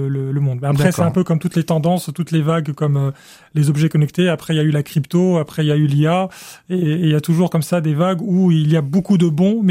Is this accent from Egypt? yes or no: yes; Cairo, Cairo Governorate, Egypt; Pour me présenter très vite, j'ai grandi en Égypte, au Caire.